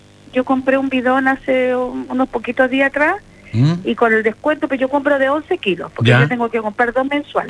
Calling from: Chile; somos chilenos

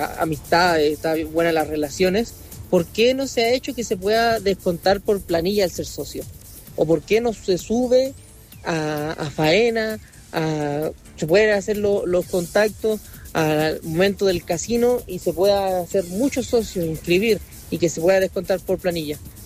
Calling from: Calama, Antofagasta, Chile; de Calama.

